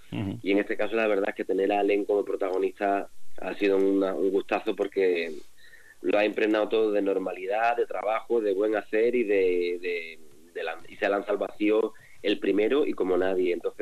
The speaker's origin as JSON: {"language": "Spanish", "town": "Cádiz", "region": "Andalusia", "country": "Spain", "said": "Yo soy de Cádiz."}